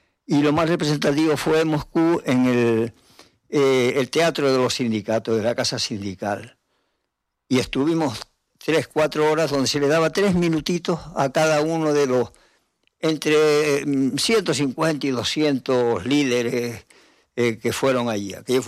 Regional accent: Guatiza, Canary Islands, Spain; born there; Está ahí al ladito de donde yo nací, en Guatiza.

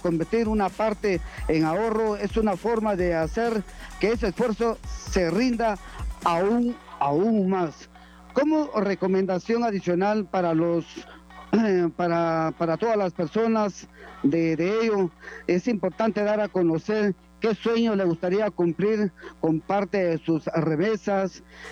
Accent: Guatemala; Son preguntas que uno nos hacemos como guatemaltecos, sabemos del esfuerzo que se hace diariamente allá en los Estados Unidos.

